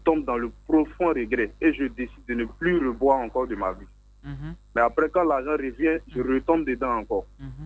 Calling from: Abidjan, Côte d’Ivoire; J'appelle de la Riviera.

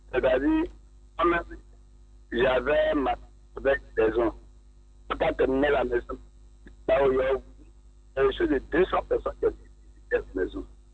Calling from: Bobo-Dioulasso, Hauts-Bassins, Burkina Faso; Moi d'abord, je suis à Bobo-Dioulasso.

